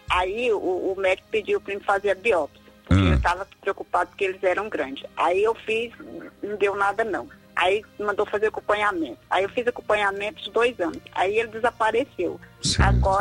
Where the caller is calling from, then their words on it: Jaupaci, Goiás, Brazil; Eu falo do interior de Goiás.